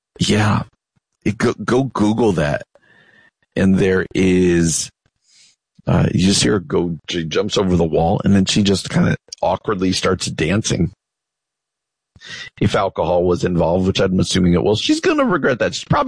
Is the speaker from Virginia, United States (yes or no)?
no; New Jersey, United States; I grew up in New Jersey, so you got the Jersey Shore.